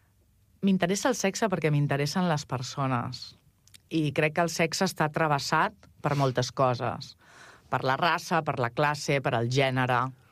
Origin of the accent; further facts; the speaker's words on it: Catalonia, Spain; jo sóc catalana i parlo la llengua català habitualment